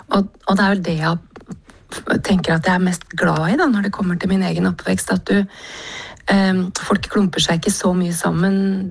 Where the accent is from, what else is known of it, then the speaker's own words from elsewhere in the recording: Koppang, Innlandet, Norway; now in Oslo, Norway; jeg jo fra Koppang. Jeg jo født og oppvokst i Storelvdal.